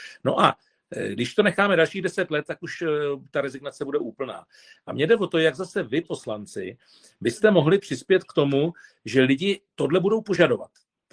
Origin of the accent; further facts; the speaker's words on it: Chrudim, Pardubice Region, Czechia; Já jsem původem z Chrudimě